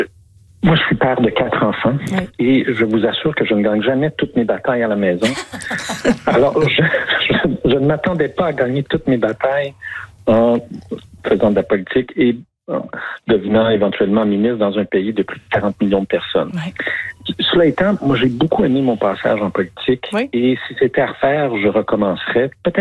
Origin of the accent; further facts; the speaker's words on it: La Tuque, Quebec, Canada; moved away; je suis au premier salon du livre de Latuc, ma ville natale.